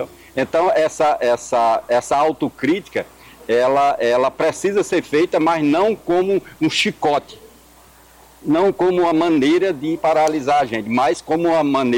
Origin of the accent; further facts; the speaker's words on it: Orós, Ceará, Brazil; uma casa de taipa que foi mais ou menos onde eu nasci, lá em Oroz. Numa casa de taipa de chão batido